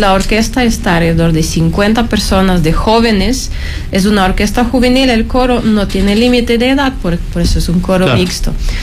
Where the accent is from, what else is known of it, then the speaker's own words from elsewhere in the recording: Ukraine; Spanish is a second language; moved away as an adult; also born or lived in Loja, Ecuador; now in Quito, Ecuador; Yo soy cantante lírica ucraniana, me formé en Ucrania desde 6 años hasta llegar a cumplir mis estudios con la maestría en canto lírico.